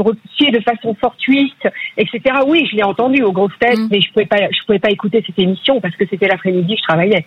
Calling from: Courbevoie, Île-de-France, France; De Courbevoie.

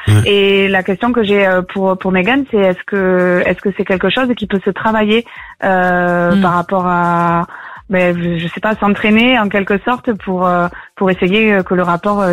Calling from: Toulouse, Occitanie, France; Je suis à Toulouse.

